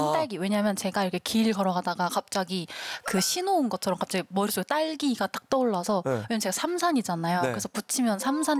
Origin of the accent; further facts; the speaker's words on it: South Korea; 지금 제가 한국인이니까 제 안에 있는 음악 같아요.